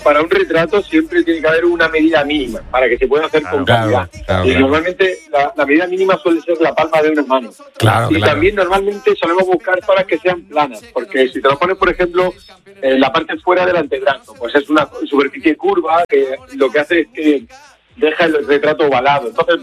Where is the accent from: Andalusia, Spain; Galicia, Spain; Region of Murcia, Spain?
Andalusia, Spain; Almería; born or raised there